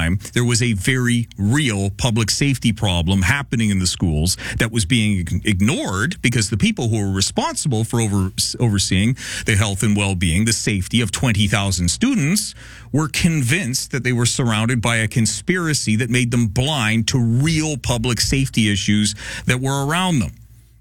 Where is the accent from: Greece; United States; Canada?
Canada; British Columbia; But as a British Columbian, I will express my apologies on their behalf.